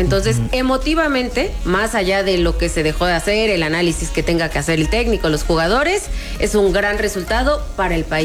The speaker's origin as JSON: {"language": "Spanish", "region": "Chiapas", "country": "Mexico", "said": "Yo soy de Chiapas, yo no soy de Toluca. Yo no nací en el Estado de México"}